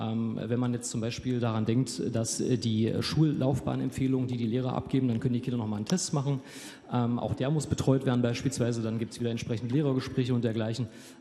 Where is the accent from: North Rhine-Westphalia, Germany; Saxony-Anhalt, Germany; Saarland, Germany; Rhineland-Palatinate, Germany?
Saxony-Anhalt, Germany; Ich komme ja aus dem Jerichoer Land